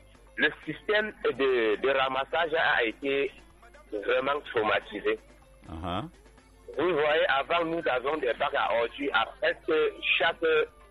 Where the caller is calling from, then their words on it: Yaoundé, Centre, Cameroon; Je vous appelle de Estomba.